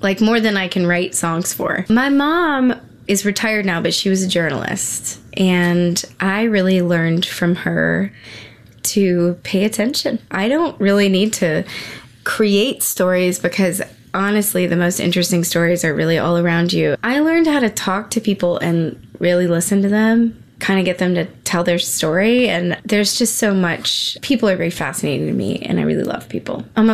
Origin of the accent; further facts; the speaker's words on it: North Carolina, United States; now in Colorado, United States; western North Carolina, where I'm a North Carolinian. That's where I grew up.